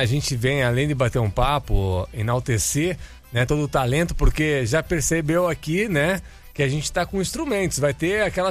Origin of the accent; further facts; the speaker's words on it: São Paulo, Brazil; Eu sou paulista, né? Entrei no mundo do forró.